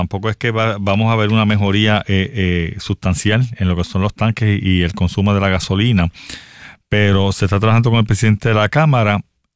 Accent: Arecibo, Puerto Rico; Yo soy de Arecibo, Puerto Rico.

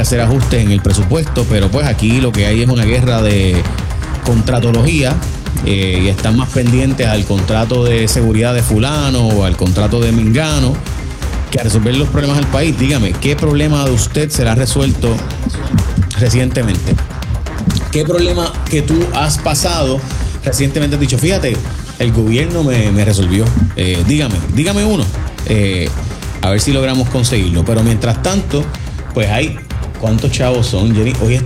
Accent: San Lorenzo, Puerto Rico; Coffee, yo soy de San Lorenzo, sí, yo quiero, yo quiero coffee, seguro.

